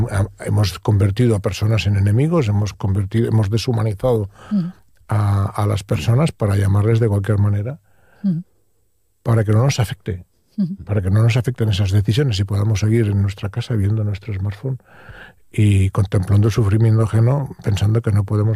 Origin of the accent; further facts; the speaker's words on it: Catalonia, Spain; Incluso yo había visto en mi tierra, en Cataluña, grandes pancartas con Volem acollir